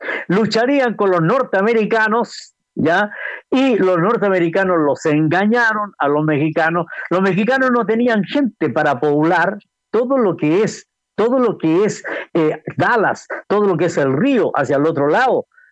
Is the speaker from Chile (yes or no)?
yes; Chile